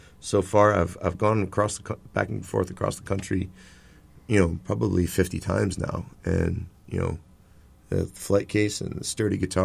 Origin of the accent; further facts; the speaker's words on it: Connecticut, United States; moved away as an adult; also born or lived in Los Angeles; I grew up here in Connecticut, and then I went to school for music.